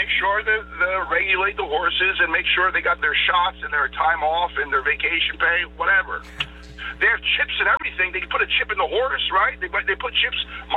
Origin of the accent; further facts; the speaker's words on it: New Jersey, United States; I'm from New Jersey, by the way.